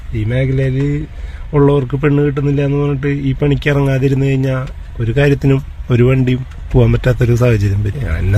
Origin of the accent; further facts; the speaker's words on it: Thrissur, Kerala, India; തൃശ്ശൂരാണ് സ്ഥലം.